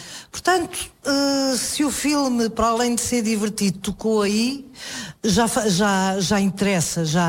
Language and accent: Portuguese; Lisbon, Portugal; Eu sou lisboeta, nasci em Lisboa, mas não, não tenho aquilo.